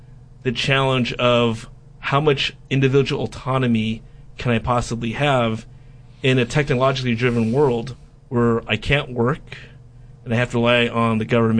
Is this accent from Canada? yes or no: no; United States; I love being an American